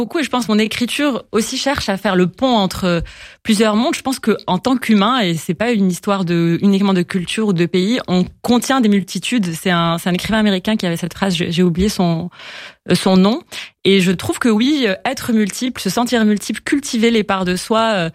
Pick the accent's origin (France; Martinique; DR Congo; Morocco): Morocco; Ben oui, j'ai grandi au Maroc, j'y travaille d'ailleurs en ce moment, enfin, je suis entre les deux.